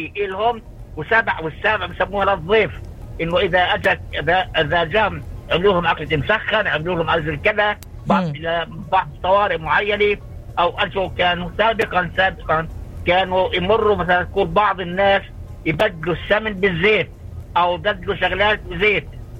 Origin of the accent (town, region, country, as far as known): Palestine